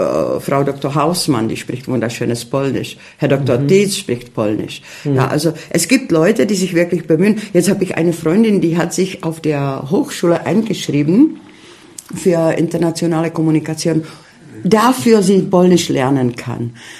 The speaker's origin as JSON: {"language": "German", "country": "Czechia", "second_language": "German", "moved": "yes", "lives_now": "Görlitz, Germany"}